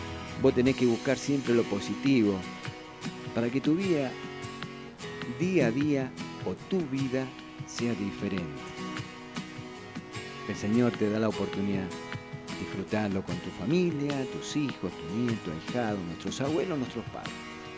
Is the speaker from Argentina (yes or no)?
yes; Buenos Aires, Argentina; que somos del barrio de Flores